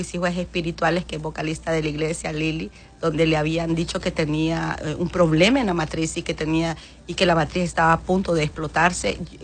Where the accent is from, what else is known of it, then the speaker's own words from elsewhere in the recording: Honduras; nosotros como hondureños